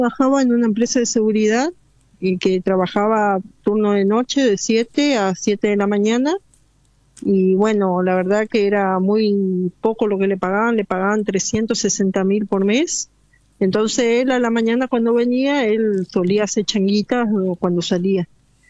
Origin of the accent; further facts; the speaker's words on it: Almirante Brown, Buenos Aires Province, Argentina; Soy de Almirante Brown.